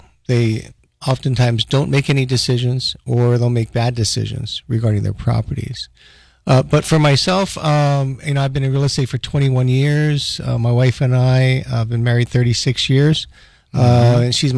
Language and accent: English; Honolulu, Hawaii, United States; also born or lived in Palisades; From Honolulu. I was born in Palisades. My father was a colonel in the Army and traveled around the country. Saw 40 of the 50 states by the time I was 14, lived in Palisades, and then we caught the Lurline.